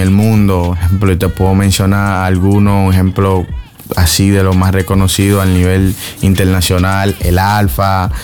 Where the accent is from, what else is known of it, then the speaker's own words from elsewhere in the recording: Dominican Republic; nosotros mismos que somos de República